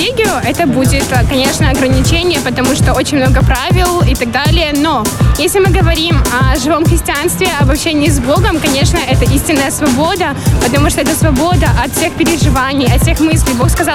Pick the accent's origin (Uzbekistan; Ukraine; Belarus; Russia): Belarus; Minsk; я из Беларуси, город Минск.